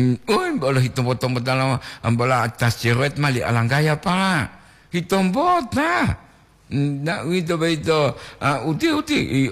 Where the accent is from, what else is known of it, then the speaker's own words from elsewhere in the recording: Gorontalo, Indonesia; now in Manado, Indonesia; Salam saya dari Gorontalo, sekarang merantau di Manado.